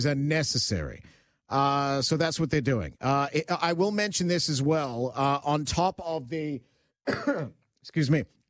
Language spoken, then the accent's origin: English; Vancouver, British Columbia, Canada; You know why? I'm from Vancouver, man. I've seen worse.